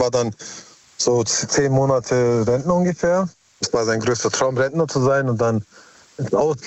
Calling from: Heidenheim, Baden-Württemberg, Germany; Aus Heidenheim.

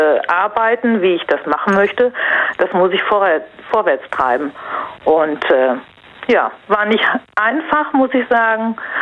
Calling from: Worms, Rhineland-Palatinate, Germany; Ich bin aus Feddersheim bei Worms.

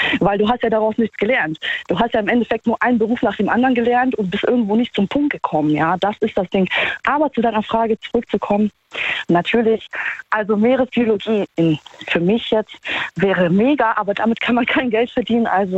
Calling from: Trier, Rhineland-Palatinate, Germany; Hier, Trier.

